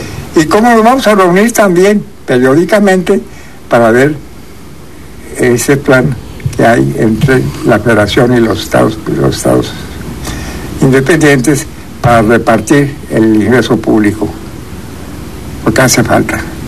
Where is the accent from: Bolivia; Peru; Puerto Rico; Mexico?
Mexico; porque somos mexicanos de corazón, todos nosotros